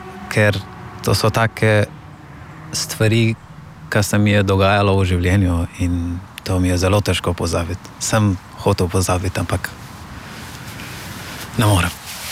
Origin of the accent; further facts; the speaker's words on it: Afghanistan; Slovenian is a second language; now in Slovenia; prehajam iz Afganistana in sem 23 let star.